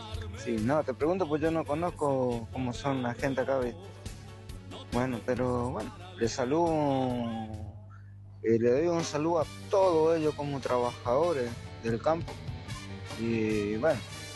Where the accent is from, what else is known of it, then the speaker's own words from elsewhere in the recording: Corrientes, Argentina; born there; moved away as an adult; Yo soy nacido en Mirasoro, Corrientes.